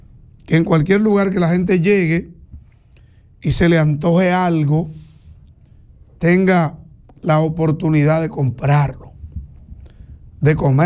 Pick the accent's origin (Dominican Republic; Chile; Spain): Dominican Republic